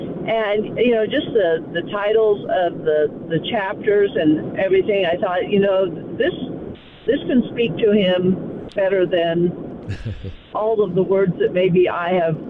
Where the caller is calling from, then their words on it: Nebraska, United States; On the road between Arapahoe and Elwood.